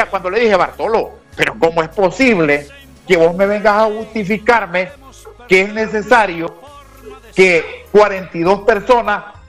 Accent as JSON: {"language": "Spanish", "country": "Honduras", "said": "Yo, como hondureño"}